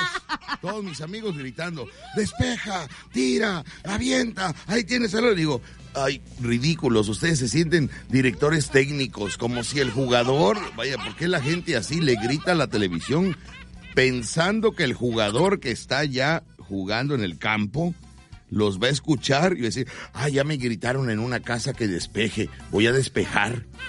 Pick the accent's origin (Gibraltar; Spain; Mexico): Mexico; nos sentimos orgullosos de ser mexicanos.